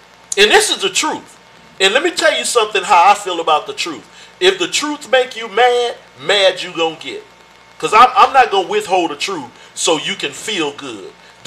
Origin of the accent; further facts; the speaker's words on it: United States; because I was raised up in America too.